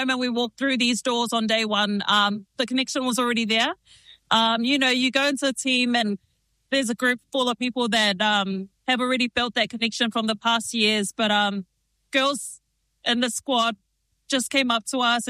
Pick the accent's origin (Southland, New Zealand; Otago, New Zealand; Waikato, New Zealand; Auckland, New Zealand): Auckland, New Zealand; Yeah, so I'm born and raised in South Auckland. We were actually raised in Mangere, and then we've been staying in Otara for like the last 26 years.